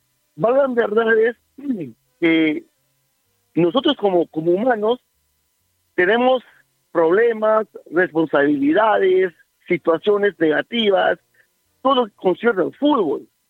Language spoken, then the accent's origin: Spanish; Tabalosos, San Martín, Peru; tanto como mi pueblo de Tabalosos y tanto como mi pueblo de Lama.